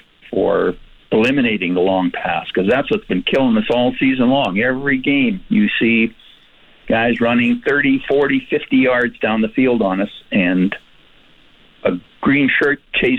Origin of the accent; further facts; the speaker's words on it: Edmonton, Alberta, Canada; I'm from Edmonton. I've lived here for 57 years, and I'm a Rider fan.